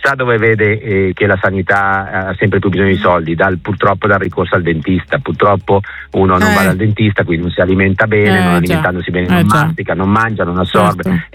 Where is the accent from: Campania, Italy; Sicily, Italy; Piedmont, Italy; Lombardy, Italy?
Lombardy, Italy; io sono lombardo